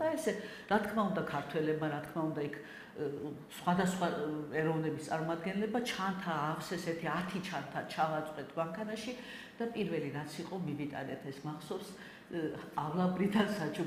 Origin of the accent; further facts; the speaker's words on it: Tbilisi, Georgia; also born or lived in Kakheti; ავლაბარში გავიზარდე, თან ავლაბრის ქუჩაზე. ძალიან მწარე ავლაბრელი ვარ.